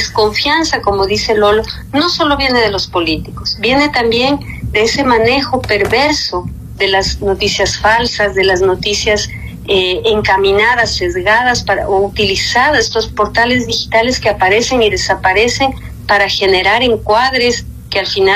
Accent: Ecuador; hay muchas cosas que nos unen como ecuatorianos

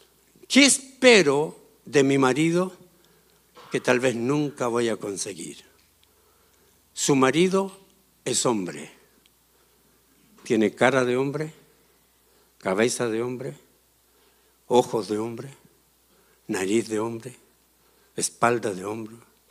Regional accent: Chile; born there; Yo nací en Chile, pensaba que Dios era chileno. Nací en la iglesia pentecostal, pensaba que Dios era pentecostal

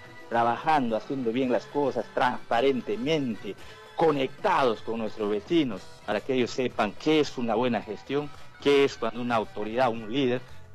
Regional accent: Alexander von Humboldt, Ucayali, Peru; mis vecinos de von Humboldt y de nuestra región de Ucayali.

